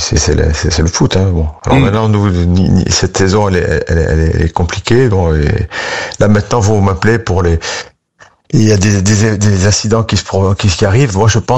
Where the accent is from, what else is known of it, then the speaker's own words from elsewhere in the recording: Nice, Provence-Alpes-Côte d'Azur, France; On est niçois, mais on souffre. On n'est pas à Paris.